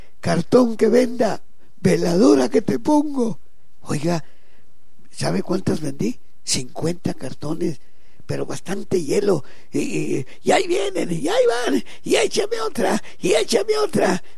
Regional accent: General Terán, Nuevo León, Mexico; moved away; hubo carrera de caballos en mi pueblo, porque ahí tienen puros corridos de puros matones y todo, General Terán

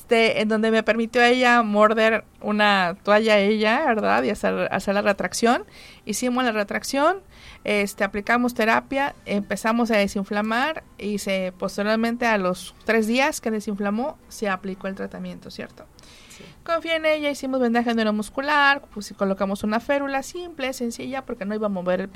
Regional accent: Poza Rica, Veracruz, Mexico; born there; me establecí y eché mi raíz, porque soy de Poza Rica. Me preparé fuera, terminé preparándome aquí en Poza Rica

